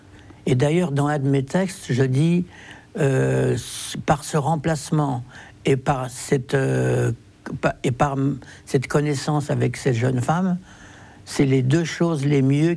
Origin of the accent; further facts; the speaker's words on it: France; Maintenant, bien sûr que je suis zigane, je ne vais pas le nier, mais je suis français aussi. Oui. J'ai presque envie de dire, je suis d'abord français